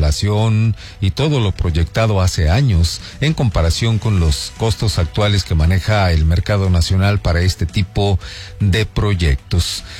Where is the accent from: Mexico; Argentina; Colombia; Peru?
Mexico; con toda la pasión y fervor que nos arraiga como mexicanos